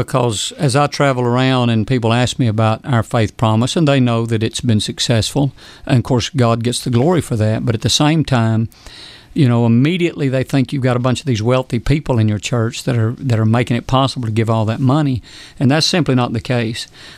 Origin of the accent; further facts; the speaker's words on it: United States